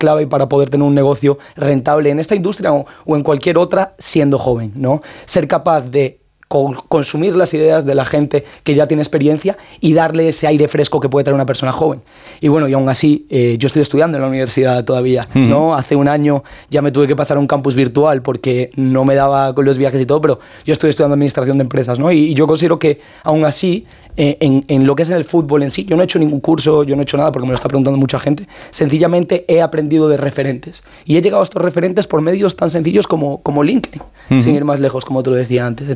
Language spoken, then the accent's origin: Spanish; Colombia; Yo jugaba al fútbol de pequeño, yo vivía en Colombia y yo jugaba en una cantera en Colombia